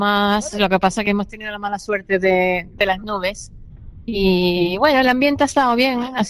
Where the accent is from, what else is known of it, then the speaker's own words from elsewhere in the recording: Andalusia, Spain; accent: Andalusian; also born or lived in Galicia; hablo en andaluz